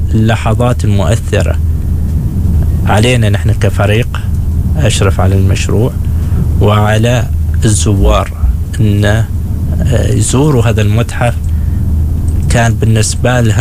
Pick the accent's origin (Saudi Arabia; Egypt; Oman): Oman; نحن كعمانيين مفترض أن نسارع إليه نشوف إيش فيه، نفتخر بتاريخنا نفتخر بمنجزاتنا.